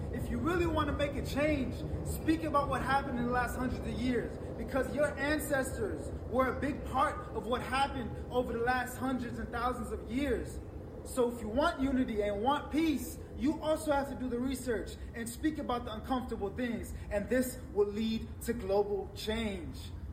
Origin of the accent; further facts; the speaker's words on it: Germany; growing up in Germany as a biracial black boy